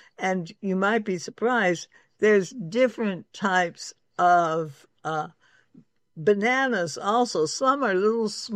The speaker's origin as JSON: {"language": "English", "region": "California", "country": "United States", "tie": "born or raised there", "said": "avocados are something I'm intimately familiar with because I was brought up in California in an area that had been an avocado orchard."}